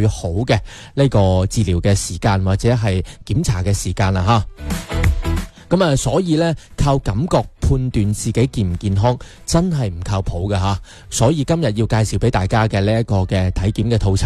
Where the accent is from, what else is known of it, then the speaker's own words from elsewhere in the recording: Guangdong, China; 咁我哋广东人聚餐好多啦，中意食宵夜啦